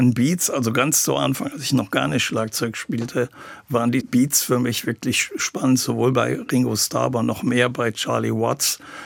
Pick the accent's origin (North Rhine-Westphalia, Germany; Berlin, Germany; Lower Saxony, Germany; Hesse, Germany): North Rhine-Westphalia, Germany; Aachen; Und das habe ich dann erstmal in meiner Heimatstadt gemacht und dann später in Köln, also bin nach Köln gewechselt